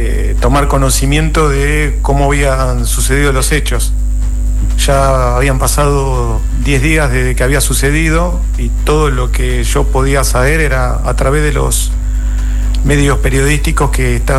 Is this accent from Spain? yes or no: no; Lanús, Buenos Aires Province, Argentina; born there; En provincia de Buenos Aires, en Lanús.